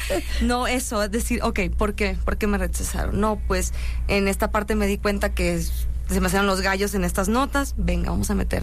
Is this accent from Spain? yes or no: no; Ciudad Obregón, Sonora, Mexico; ¿Desde Obregón, Sonora? ¿Desde mi rancho?